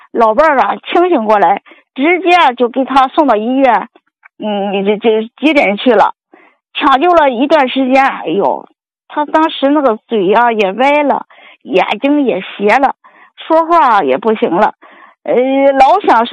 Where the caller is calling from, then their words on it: Gucheng County, Hebei, China; 我是河北固城县的。